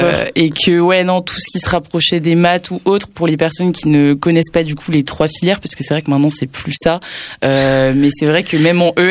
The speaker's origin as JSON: {"language": "French", "town": "Nantes", "region": "Pays de la Loire", "country": "France", "said": "Je viens de Nantes. C'était pas très loin de chez moi. Rennes."}